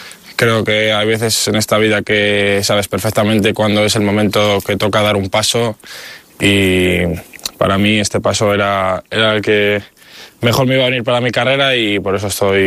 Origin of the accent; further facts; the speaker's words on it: León, Castile and León, Spain; Sí, yo soy de León y siempre que puedo pues me gusta ir allí, me siento como en casa